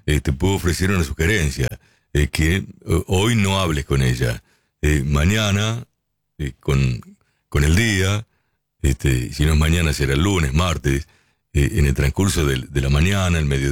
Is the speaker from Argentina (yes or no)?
no; Sonora, Mexico; de Sonora, México. Ayer no logré escucharte, amigo, ya que andamos por el sur de México y se pierde mucho la señal, porque estamos entre las montañas.